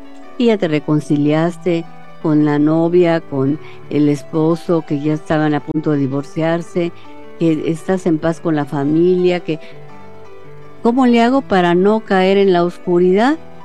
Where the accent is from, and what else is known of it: Mexico